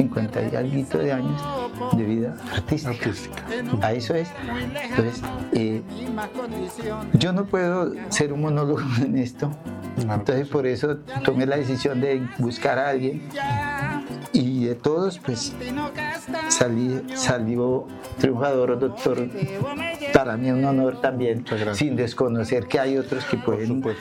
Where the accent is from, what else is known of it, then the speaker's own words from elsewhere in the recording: Santander, Colombia; now in Arauca, Colombia; Igual mi sociedad santanderina, mi pueblo de Arauca, me necesita.